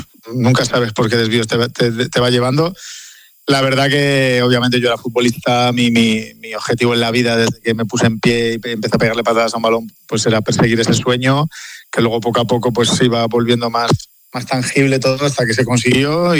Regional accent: Ávila, Castile and León, Spain; moved away; encima yo que me vine de Ávila

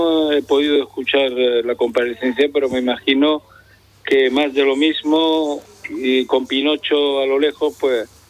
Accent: Ceuta, Spain; Los que somos de Ceuta y vemos el día a día

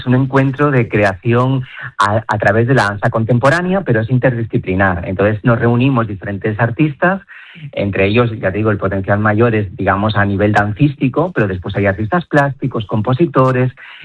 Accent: Asturias, Spain; como asturiano carballón que soy

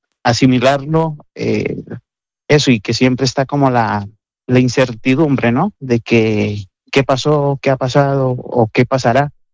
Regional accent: Norte de Santander, Colombia; moved away as an adult; now in Santiago de Compostela, Spain; yo soy del norte de Santander. Pero sí, mi familia, por parte de mi esposa, son oriundos de Valle del Cauca. Uh-huh. Y llevo residenciado en Santiago de Compostela sobre 25 años.

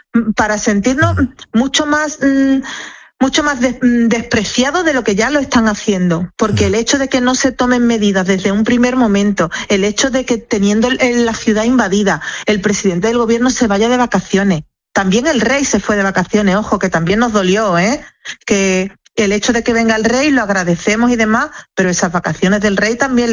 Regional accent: Spain; Se cuestiona que como estamos fuera del territorio peninsular, pues no somos tan españoles como los demás, cosa que es absolutamente incierta.

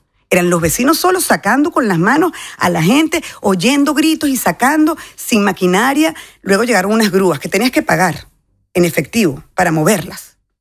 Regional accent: Venezuela; Es increíble lo que estamos aprendiendo como venezolanos hoy.

